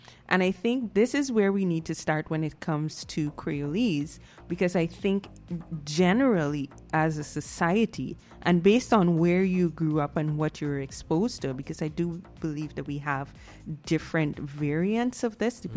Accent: Guyana

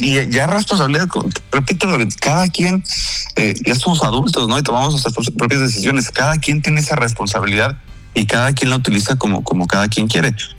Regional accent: Quintana Roo, Mexico; yo nací y crecí en Quintana Roo. Aquí estoy formando mi familia.

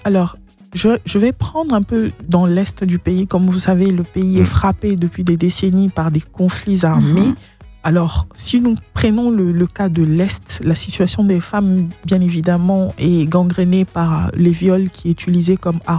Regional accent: Kinshasa, DR Congo; born there; Et mon fief, c'est Bandal. Tout à l'heure, vous avez mis, j'ai entendu la chanson de … donc c'est un grand frère qui m'a vu naître dans le même quartier.

